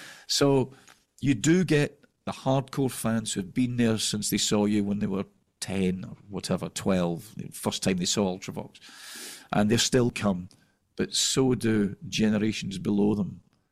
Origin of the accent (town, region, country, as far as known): Scotland, United Kingdom